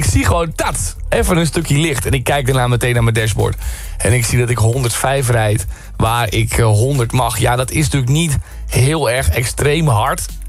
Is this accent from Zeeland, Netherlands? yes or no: yes; Zeeland, Netherlands; now in Utrecht, Netherlands; Maar omdat ik uit Zeeland kom en mijn ouders daar ook nog wonen en ook mijn zusje